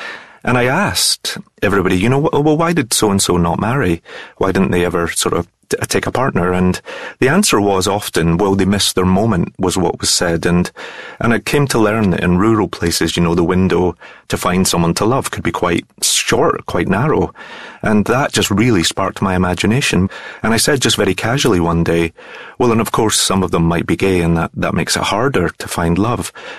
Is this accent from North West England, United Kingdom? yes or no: no; Glasgow, Scotland, United Kingdom; Yes, I mean, I am a Scotsman who grew up in Glasgow, but I had never been to the Outer Hebrides before.